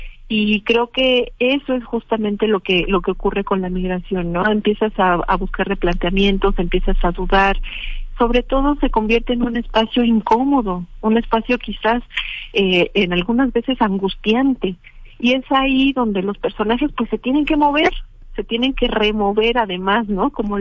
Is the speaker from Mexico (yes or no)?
yes; Mexico; nosotros como mexicanos